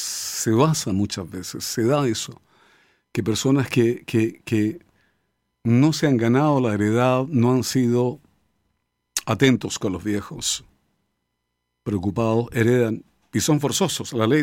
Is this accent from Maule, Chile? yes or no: yes; Parral, Maule, Chile; nosotros somos de Parral, de campo, familia de campo, muchos años, de pueblo.